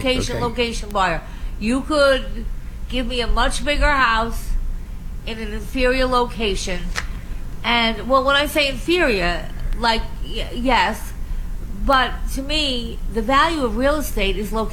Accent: Long Island, New York, United States; I grew up on Long Island

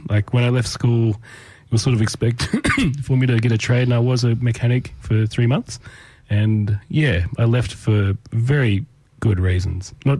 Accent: Tamworth, New South Wales, Australia; I grew up in Tamworth.

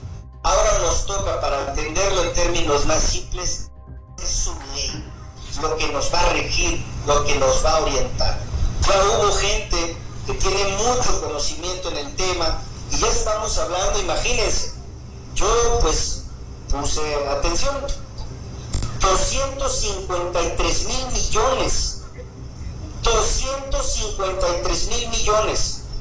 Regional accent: Acapulco, Guerrero, Mexico; El pueblo de Acapulco, de donde soy originario

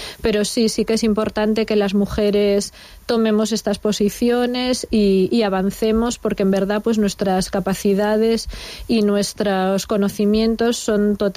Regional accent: Viavélez, Asturias, Spain; born there; moved away as an adult; also born or lived in Santiago de Compostela / England / Germany; now in A Coruña, Spain; Soy de un pueblo de Asturias, de cerca de Galicia, del occidente, se llama Vía Vélez, es muy pequeñito, pero es el pueblo natal de Corín Tellado, que todo el mundo la conoce, aunque es un pueblo muy pequeño.

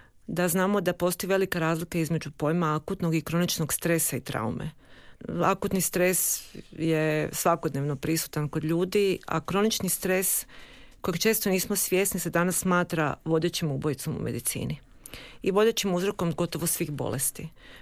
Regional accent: Osijek, Osijek-Baranja County, Croatia; Došla sam iz Osijeka u Zagreb i bavila sam se isključivo

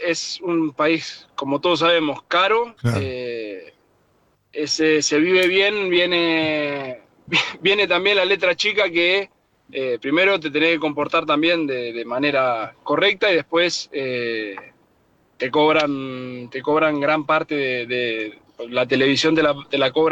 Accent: Argentina; moved away as an adult; now in Switzerland

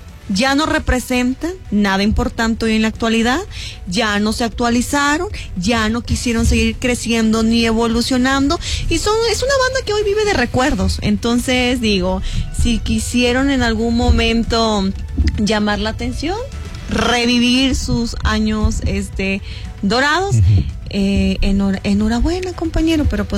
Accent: Mexico; Creo que como mexicanos hoy en día nos sentimos ya muy orgullosos

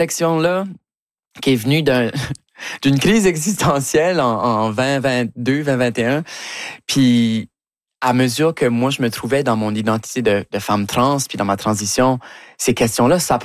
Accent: Shediac, New Brunswick, Canada; accent: Acadian; moved away as an adult; now in Montreal, Canada; je veux retourner à pas Moncton, à Shediac, là où j'ai grandi

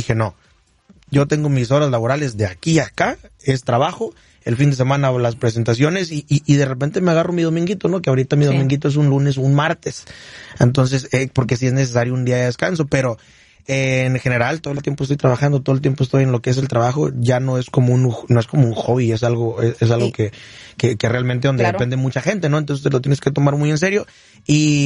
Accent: Michoacán, Mexico; accent: Michoacán; Así como mi acento michoacano.

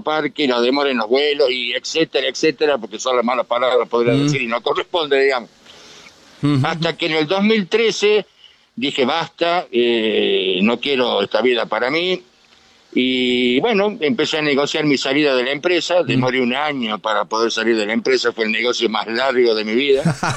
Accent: Tucumán, Argentina; now in Salta, Argentina; Yo soy tucumano, pero hace 54 años que vivo en Salta.

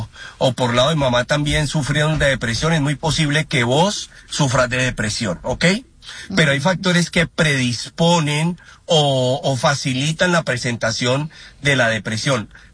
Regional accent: Colombia

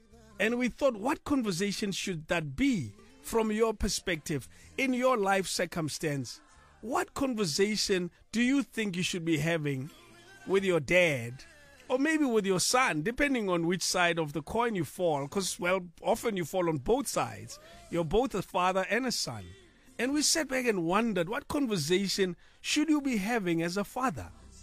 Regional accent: South Africa; as us, as South African

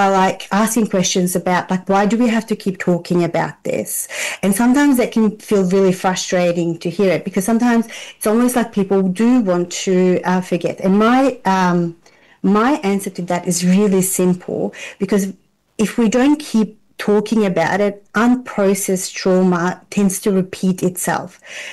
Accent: Zvornik, Republika Srpska, Bosnia & Herzegovina; I'm from Zvornik, which is like a tiny little town near Srebrenica.

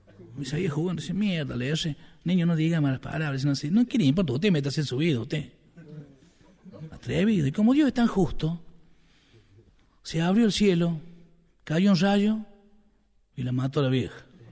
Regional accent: San Francisco, Córdoba, Argentina; Yo soy de San Francisco, ¿no? No California, acá. Para Santa Fe.

